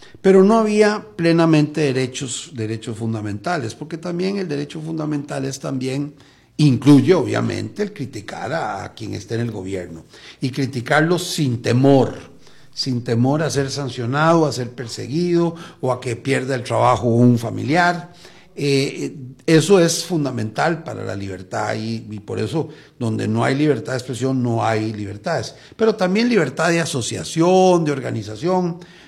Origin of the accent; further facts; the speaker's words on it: Costa Rica; hemos sentido como costarricenses